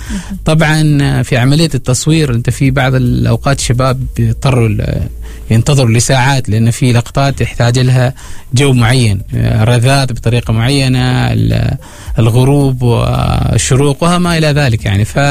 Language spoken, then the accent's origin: Arabic; Oman; احنا عادة يعني كلنا كعمانيين، القائمة في ظفار تشمل إيتين ومغسيل، سوق الحافة